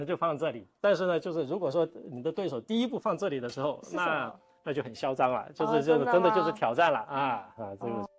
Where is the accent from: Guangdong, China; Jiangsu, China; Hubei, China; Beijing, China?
Guangdong, China; Guangzhou; 它是我们老广州人心中的一个印记